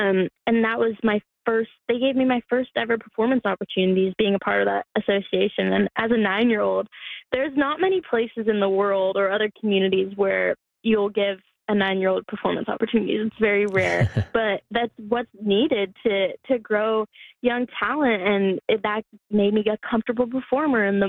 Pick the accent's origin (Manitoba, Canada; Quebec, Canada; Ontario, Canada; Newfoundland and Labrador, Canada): Newfoundland and Labrador, Canada; And I just felt so much love for my home province and my hometown.